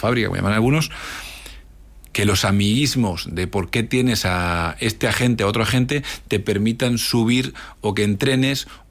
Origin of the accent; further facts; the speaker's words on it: Cox, Valencian Community, Spain; Pues no, soy de Alicante, de Cox, ahí de la Vega Baja